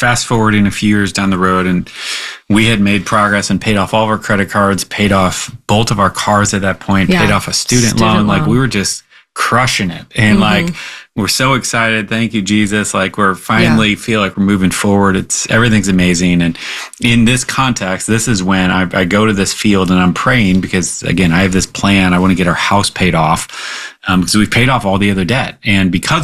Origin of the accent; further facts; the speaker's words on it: United States; I was on mission and I'm an American and I want it faster